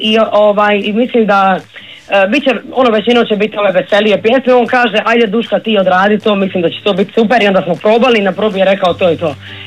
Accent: Sinj, Split-Dalmatia County, Croatia; now in Zagreb, Croatia; ja sam iz Sinja, podao u Zagrebu

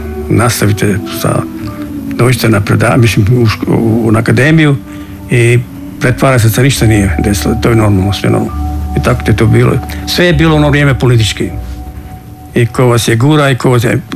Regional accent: Čavoglave, Šibenik-Knin County, Croatia; now in Split, Croatia; Kad sam došao iz Čavoglava, kao pravi Vlaj, onaj mali seljak, bio sam ko spužva.

